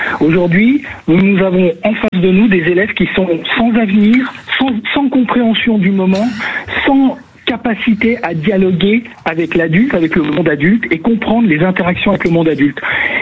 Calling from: Roussillon, Provence-Alpes-Côte d'Azur, France; moi, je vous appelle du Roussillon.

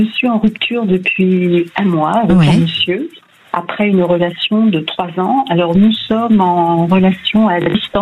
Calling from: Marseille, Provence-Alpes-Côte d'Azur, France; Alors, je vous appelle de Marseille.

